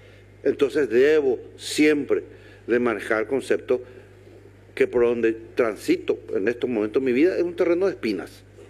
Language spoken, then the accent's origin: Spanish; Paraguay; donde yo puedo expresar lo máximo de mi paraguayidad, mi representación en mi persona como cirujano paraguayo.